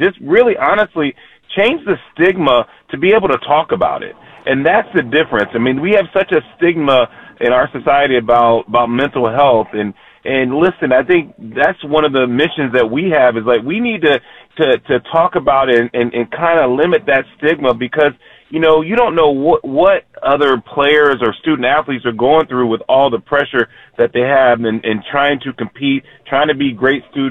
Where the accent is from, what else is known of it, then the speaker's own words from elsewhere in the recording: Texas, United States; Trust me, I understand. I grew up in Texas, man. High school football is pretty intense.